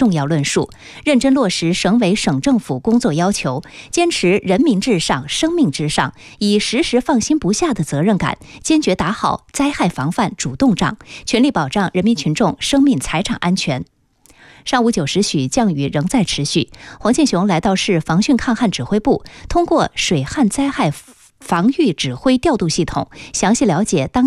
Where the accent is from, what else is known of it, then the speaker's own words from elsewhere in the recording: Yichang, Hubei, China; 聊聊咱们宜昌人关心的身边事儿